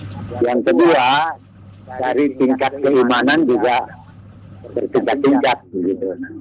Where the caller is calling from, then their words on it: Cianjur, West Java, Indonesia; Saya dari Cianjur.